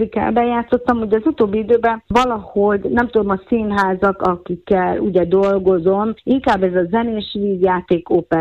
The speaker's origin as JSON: {"language": "Hungarian", "region": "Békés", "country": "Hungary", "tie": "born or raised there", "moved": "yes", "said": "Békésen nőttem föl"}